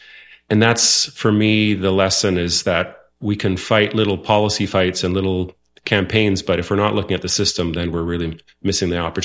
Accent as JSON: {"language": "English", "country": "Netherlands", "first_language": "Dutch", "second_language": "English", "said": "You know, I'm Dutch. My mom and dad were Dutch. I'm a Dutch citizen as my first language."}